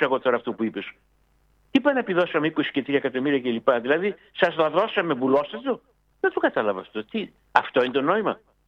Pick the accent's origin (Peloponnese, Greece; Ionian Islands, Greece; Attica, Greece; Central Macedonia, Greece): Central Macedonia, Greece; Thessaloniki; Εγώ είμαι Σαλονικιός.